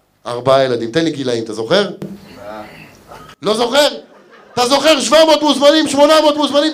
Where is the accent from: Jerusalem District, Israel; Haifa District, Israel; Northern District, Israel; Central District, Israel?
Central District, Israel; Ramla; also born or lived in Lod; now in Shoham, Israel; אני במקור גדלתי ברמלה, אמיתי, עברתי ללוד, אמיתי, ומשם, תראה איזה קטע, היה לי כסף פנוי. אמרתי, וואו, רגע, בוא נעבור לשוהם.